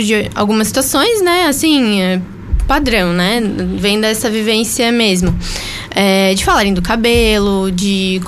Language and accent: Portuguese; Porto Alegre, Rio Grande do Sul, Brazil; De Porto Alegre, eu sou natural de Porto Alegre.